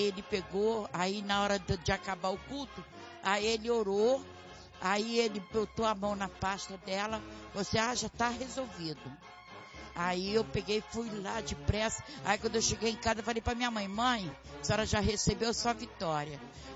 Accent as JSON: {"language": "Portuguese", "town": "Bangu", "region": "Rio de Janeiro", "country": "Brazil", "said": "Lá de Bangu."}